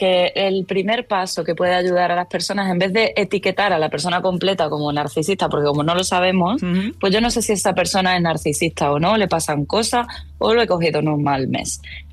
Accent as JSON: {"language": "Spanish", "region": "Extremadura", "country": "Spain", "moved": "yes", "said": "Pues siendo yo extremeña y no viviendo en Extremadura, siendo ya refugiada climática prácticamente"}